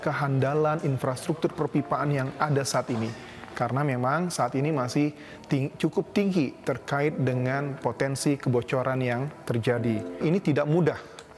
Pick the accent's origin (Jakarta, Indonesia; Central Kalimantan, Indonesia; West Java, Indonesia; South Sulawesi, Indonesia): Jakarta, Indonesia; Saya tinggal di Jakarta, saya lahir di Jakarta, dan saya pasti ingin bagaimana menjadikan Jakarta menjadi kota yang layak huni dan berketahanan.